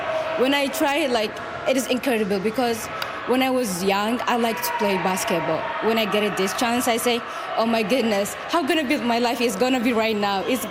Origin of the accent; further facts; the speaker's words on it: Eritrea; English is a second language; also born or lived in Sudan; now in Canada; I'm from Eritrea. I'm 20 years old. Before I came to Canada, I was in Eritrea, and then when I moved in Sudan, in refugee camp, I lived there like for 5 years.